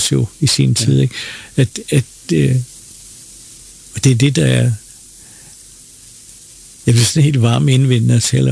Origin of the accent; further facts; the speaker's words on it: Copenhagen, Capital Region of Denmark, Denmark; jeg ved ikke, om det var fordi, jeg var københavner